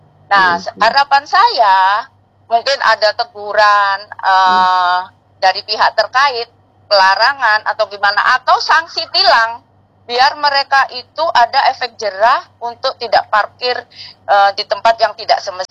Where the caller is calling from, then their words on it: Sampang, East Java, Indonesia; saya selaku warga Sampang